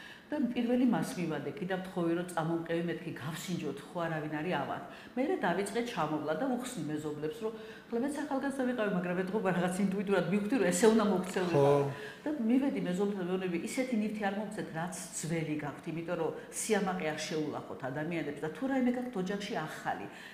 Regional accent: Tbilisi, Georgia; also born or lived in Kakheti; ავლაბარში გავიზარდე, თან ავლაბრის ქუჩაზე. ძალიან მწარე ავლაბრელი ვარ.

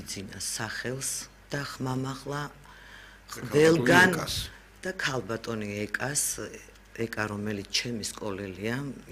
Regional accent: Samtredia, Imereti, Georgia; მე სამტრედიაში დაბადებული გაზრდილი ვარ და მე და ეკა ერთ სკოლაში ვსწავლობდით

